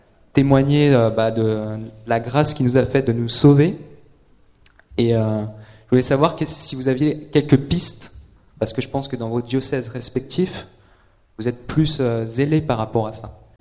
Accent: Reims, Grand Est, France; donc je viens de Reims

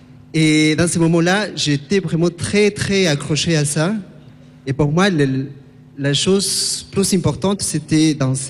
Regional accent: Peru; moved away; je viens du Pérou, j'ai 30 ans.

